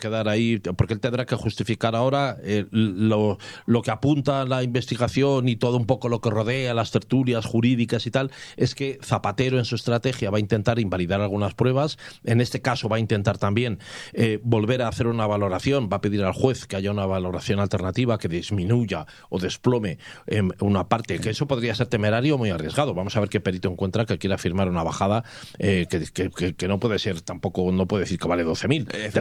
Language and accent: Spanish; Spain; tener vergüenza como españoles y como país